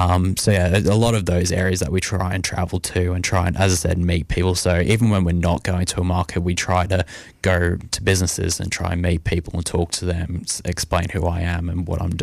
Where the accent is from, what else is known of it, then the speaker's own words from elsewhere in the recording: Murrumbateman, New South Wales, Australia; I grew up in Murrum Bateman here, and I've lived on a horse farm in Murrum Bateman, so on a 40-acre block